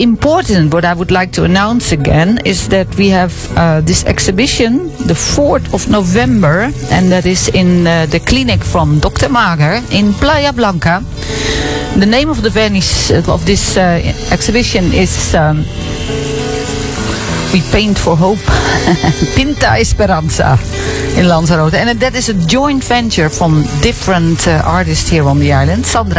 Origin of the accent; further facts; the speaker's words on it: Netherlands; Ja, ich bin Holländerin, ne?